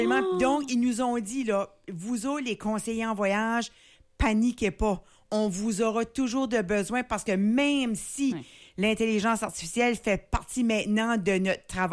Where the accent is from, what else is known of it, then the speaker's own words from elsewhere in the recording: Canada; surtout quand on vient du Canada